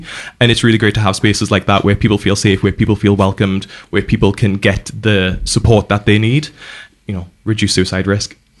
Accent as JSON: {"language": "English", "town": "Newcastle", "region": "North East England", "country": "United Kingdom", "tie": "born or raised there", "moved": "yes", "lives_now": "New Zealand", "said": "Absolutely. but I was born in Newcastle, the other Newcastle, several thousand miles away."}